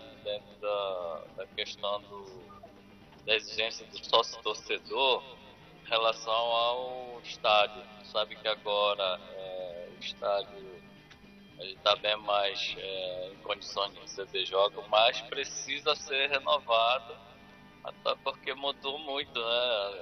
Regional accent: Brazil; Mas brasileiro, eu sou brasileiro, tenho que torcer pelo Brasil, isso daí não resta dúvida. Existe a raiz, né, japonês

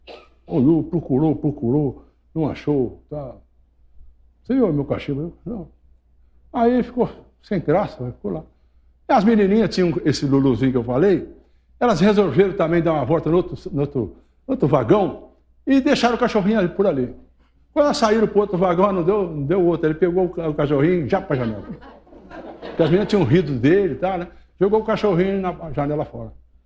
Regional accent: São Joaquim da Barra, São Paulo, Brazil; e o trem chegou em São Joaquim da Barra, que é a minha terra.

